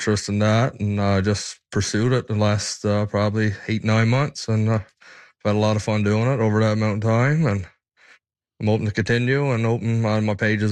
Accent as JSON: {"language": "English", "town": "St. Paul's", "region": "Newfoundland and Labrador", "country": "Canada", "said": "I'm from St. Paul's on the Northern Peninsula."}